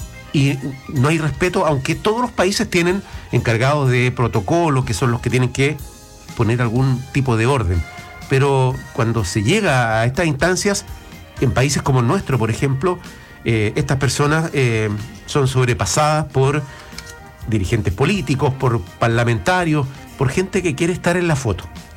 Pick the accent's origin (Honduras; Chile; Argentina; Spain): Chile; como chilenos y chilenas